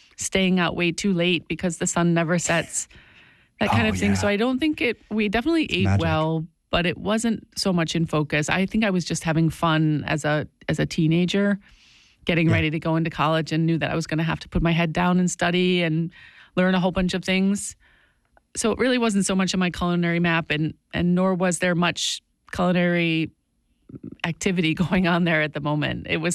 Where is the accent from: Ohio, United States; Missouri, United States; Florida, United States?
Ohio, United States; I grew up in Ohio, yes.